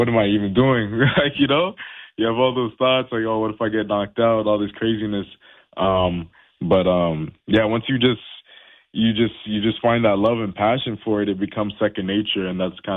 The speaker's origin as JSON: {"language": "English", "country": "Haiti", "also_born_or_lived": "United States", "lives_now": "Canada", "said": "I was born down in the States. We were just down there because I'm originally from Haiti. And my parents just came down to the States."}